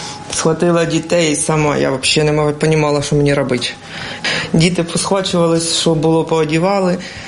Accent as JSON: {"language": "Ukrainian", "town": "Vovchansk", "region": "Kharkiv Oblast", "country": "Ukraine", "said": "у нас сумка з документами вже, ми вже навчені, ми з Вовчанська."}